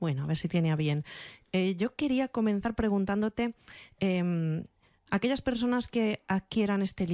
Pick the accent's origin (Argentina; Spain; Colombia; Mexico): Spain; Madrid, Community of Madrid; los que somos madrileños y estamos aquí